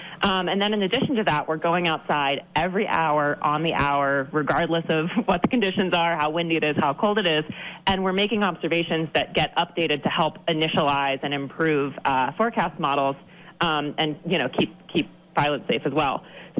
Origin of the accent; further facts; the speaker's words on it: Pennsylvania, United States; moved away as an adult; also born or lived in Dartmouth, New Hampshire; now in Mount Washington, New Hampshire, United States; I'm from Pennsylvania originally, South Central, near Gettysburg.